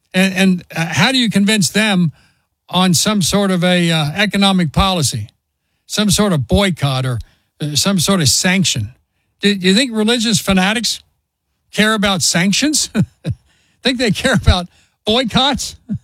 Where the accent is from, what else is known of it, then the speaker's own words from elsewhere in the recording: Cincinnati, Ohio, United States; Things are bad in my hometown of Cincinnati.